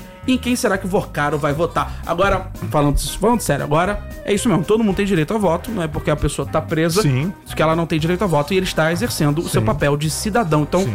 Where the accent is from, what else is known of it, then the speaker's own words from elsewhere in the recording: Argentina; Sou argentino. Já mostrei, inclusive, aqui minha tatuagem da Argentina.